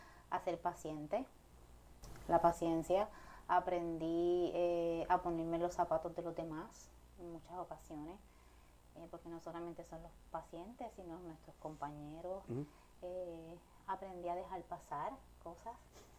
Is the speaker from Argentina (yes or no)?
no; Aibonito, Puerto Rico; now in San Juan metropolitan area, Puerto Rico; aquí pues hay bonito, este era el hospital nuestro, nosotros veníamos aquí a cada rato, jugábamos aquí en la parte de atrás de sala de emergencia, cuando eso todavía eran casas residenciales. Así que, pues, estaba encantada porque dije, voy a regresar a mi pueblo.